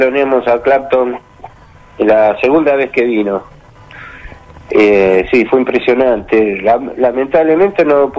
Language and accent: Spanish; Buenos Aires, Argentina; Y además te digo que en el barrio donde yo me crié, en Floresta, todos querían tocar la guitarra, ¿viste? Así que bajistas no había. Éramos dos bajistas nada más en todo el barrio. Salieron muchos músicos de Floresta.